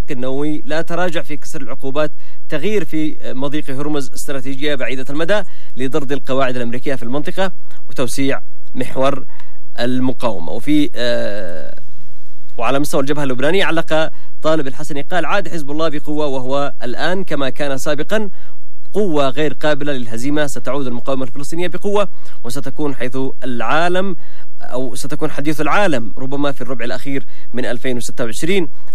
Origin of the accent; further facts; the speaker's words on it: Yemen; وبالمقابل سيبقى هذا النظام عدوا لنا نحن كيمنيين ما دمنا أحياء على هذه الأرض.